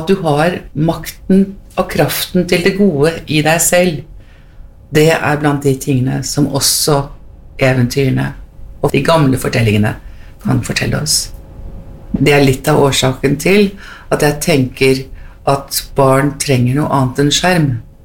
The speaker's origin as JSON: {"language": "Norwegian", "town": "Heggedal", "region": "Akershus", "country": "Norway", "tie": "born there", "said": "fire- og femåring foran radioapparatet hjemme på Heggedal."}